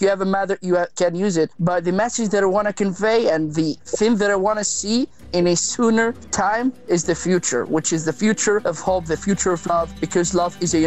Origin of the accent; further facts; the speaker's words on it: Gaza Strip, Palestine; I am 23 years old and I'm from Gaza Strip.